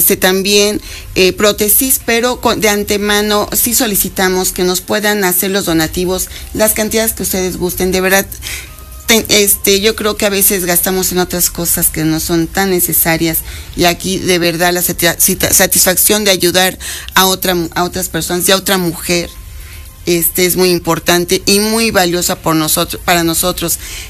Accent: Puebla, Mexico; todas las personas poblanas

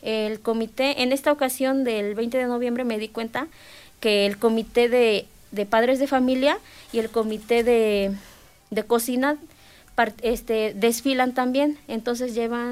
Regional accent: Izúcar de Matamoros, Puebla, Mexico; Yo no soy de Xochitepec, pero he escuchado, yo soy de Izúcar de Matamoros

